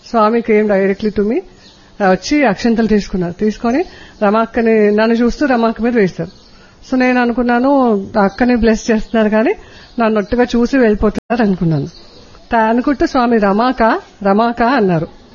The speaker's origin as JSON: {"language": "Telugu", "town": "Hyderabad", "region": "Telangana", "country": "India", "said": "నేను హైదరాబాద్ నుండి వచ్చాను."}